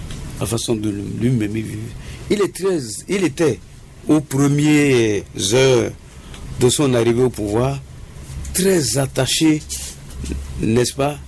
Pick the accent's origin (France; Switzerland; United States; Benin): Benin; Mais au nord, nous, on n'appelle pas ça vaudou.